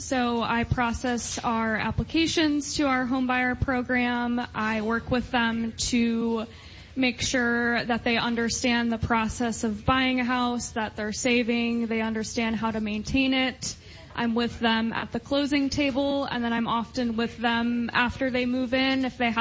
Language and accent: English; Kankakee, Illinois, United States; moved away; I'm originally from the Kankakee area